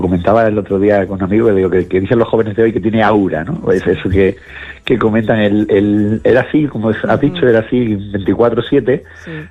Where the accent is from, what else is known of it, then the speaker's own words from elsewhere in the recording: Cádiz, Andalusia, Spain; No, claro, no, y yo además me crié en Cádiz, con lo cual